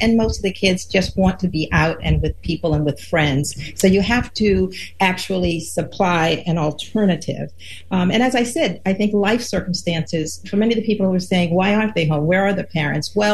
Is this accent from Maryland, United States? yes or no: yes; Baltimore, Maryland, United States; the mayor of Baltimore, my hometown, Brandon Scott